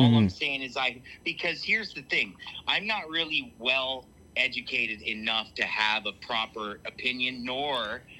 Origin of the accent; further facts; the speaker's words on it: Hamilton, Ontario, Canada; I'm an artist from Hamilton, Ontario.